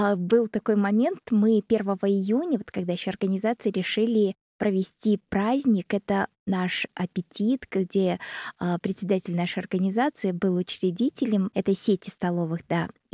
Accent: Ulan-Ude, Buryatia, Russia; Нашего говорю, потому что тоже можно сказать, что это мой родной город Улан-Удэ.

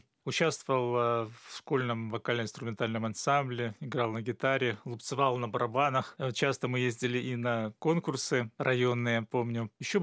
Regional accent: Stowbtsy District, Minsk Region, Belarus; Я родился в Столбцовском районе, это Западная Беларусь.

